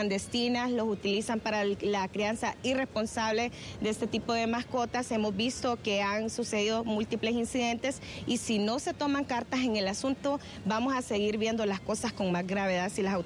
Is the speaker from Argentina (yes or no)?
no; Honduras